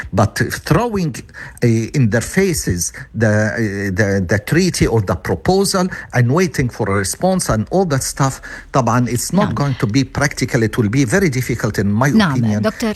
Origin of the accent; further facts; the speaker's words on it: Egypt; أنا كمصري شو خصني بإسرائيل وشو خصني بالفلسطينيين؟